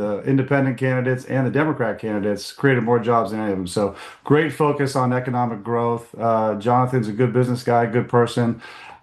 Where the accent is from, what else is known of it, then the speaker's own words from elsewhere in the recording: Maine, United States; I'm from District 1. My wife and my family grew up here.